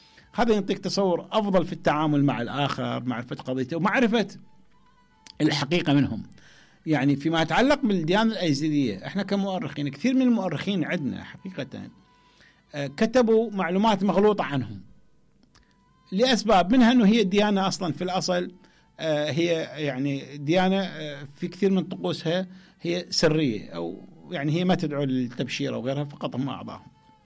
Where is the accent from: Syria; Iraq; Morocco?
Iraq; عندنا في العراق